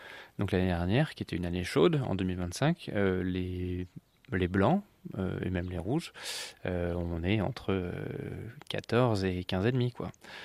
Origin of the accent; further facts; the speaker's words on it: Normandy, France; je suis normand.